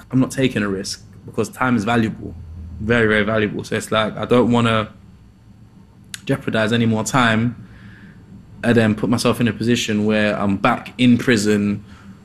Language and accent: English; Peckham, London, United Kingdom; growing up in Peckham, people weren't, for my demographic, weren't really putting out YouTube videos and showing personality and stuff like that.